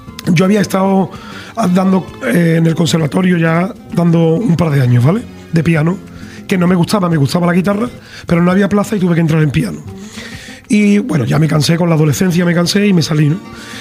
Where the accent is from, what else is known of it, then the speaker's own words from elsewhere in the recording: Dos Hermanas, Andalusia, Spain; born there; la feria de mi pueblo acaba de terminar